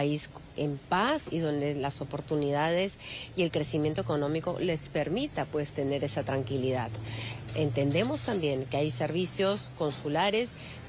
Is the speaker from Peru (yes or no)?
yes; Peru; nuestro país está fragmentado